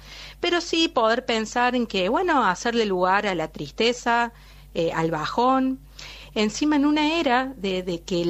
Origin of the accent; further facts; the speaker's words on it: Argentina; acá obviamente nos une como argentinos